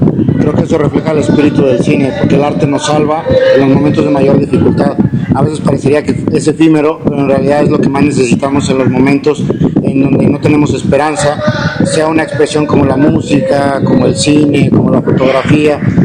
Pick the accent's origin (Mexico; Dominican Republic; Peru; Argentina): Mexico; soy mexicano, mi película es una producción mexicana.